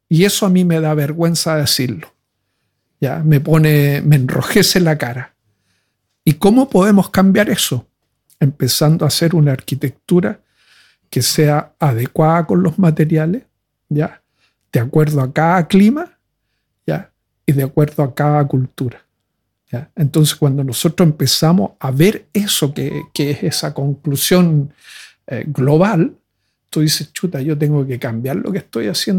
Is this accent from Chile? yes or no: yes; Chile; yo vengo de Chile, ¿ya? Y en Chile nosotros tenemos dos grandes límites. Uno es el Océano Pacífico y el otro es la cordillera de los Andes. Entonces nosotros vivimos como apretados así en 200 kilómetros de ancho y 5.000 kilómetros de largo.